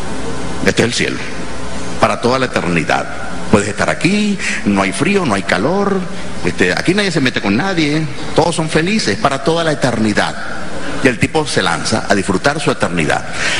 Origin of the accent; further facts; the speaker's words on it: Venezuela; nosotros como producto venezolano hemos viajado todo el mundo